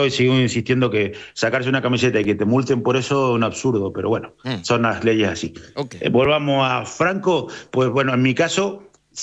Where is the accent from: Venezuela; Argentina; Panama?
Argentina; moved away as an adult; now in Spain; Sí, no, somos todos argentinos.